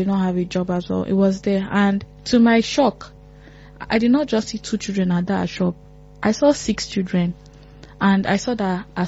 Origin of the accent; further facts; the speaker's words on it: Nigeria; We are so many in Nigeria alone. We are so many. That's why we are the most populated country in Africa